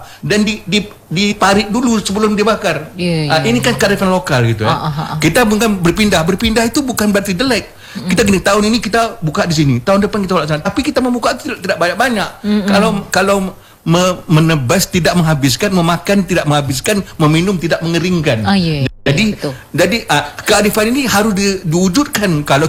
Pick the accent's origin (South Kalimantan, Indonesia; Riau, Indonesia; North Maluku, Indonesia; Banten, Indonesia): Riau, Indonesia; Kalau kami masyarakat Melayu Riau, itu tak pernah terjadi pembakaran itu.